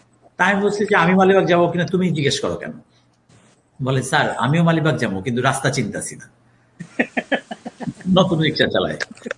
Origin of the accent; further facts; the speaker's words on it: Narsingdi, Dhaka Division, Bangladesh; আমার দেশের বাড়ি হচ্ছে নরসিংদী।